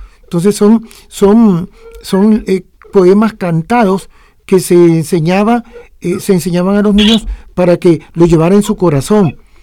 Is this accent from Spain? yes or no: no; Tegucigalpa, Francisco Morazán, Honduras; born there